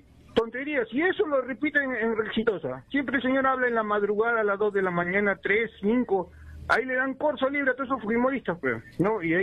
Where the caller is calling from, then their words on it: Lima, Peru; Acá de Lima